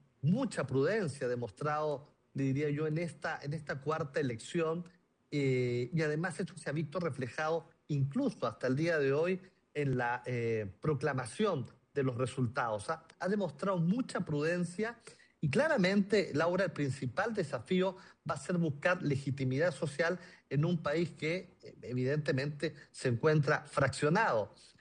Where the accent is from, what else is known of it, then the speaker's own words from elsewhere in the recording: Chile; moved away as an adult; now in Peru; yo llevo en Perú casi más de 25 años, soy chileno